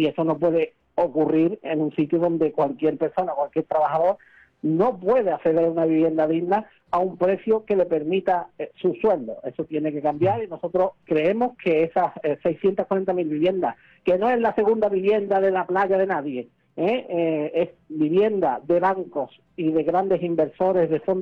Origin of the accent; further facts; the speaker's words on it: Ronda, Andalusia, Spain; Digo, yo soy de Ronda